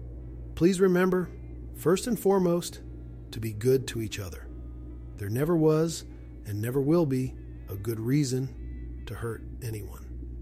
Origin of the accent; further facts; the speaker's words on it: New Jersey, United States; we get her done in 23 minutes because we're from Jersey and we're in a hurry.